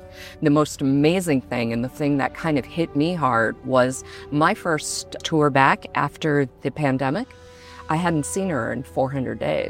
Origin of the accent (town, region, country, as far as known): New York City, New York, United States